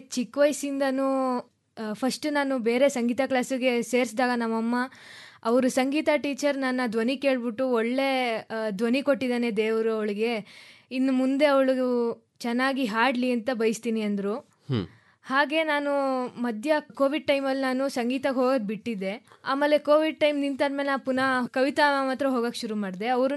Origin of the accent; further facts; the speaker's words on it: Mysuru, Karnataka, India; ನಾನು ಮೈಸೂರು.